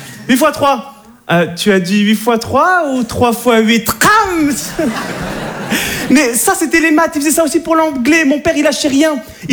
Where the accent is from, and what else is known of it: Monte Carlo, Monaco